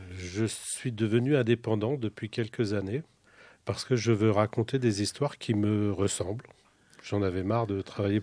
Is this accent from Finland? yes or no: no; Rochefort, Nouvelle-Aquitaine, France; born there; Je suis né à Rochefort-sur-Mer, en Charente-Maritime.